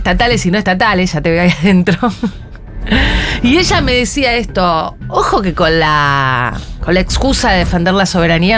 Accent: Argentina; Yo soy argentina, amo las Malvinas.

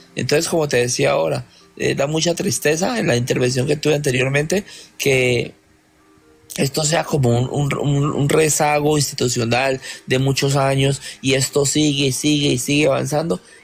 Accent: Buenaventura, Valle del Cauca, Colombia; born there; por Cali, tengo familia allá, por Yumbo, por Buenaventura, que es donde yo nací

